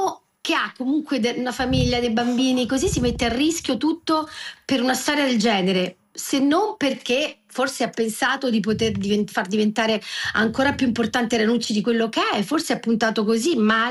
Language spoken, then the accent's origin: Italian; Naples, Campania, Italy; now in Rome, Italy; Visto che io sono napoletana e conosco bene il pesce, si mangia un buon pesce fresco.